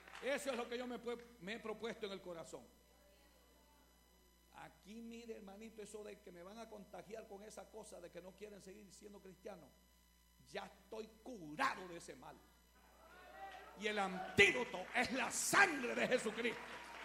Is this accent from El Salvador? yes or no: yes; El Salvador; born there; Y no me ha logrado decir ningún hermano que soy salvadoreño, pero sí nací en El Salvador, ¿verdad?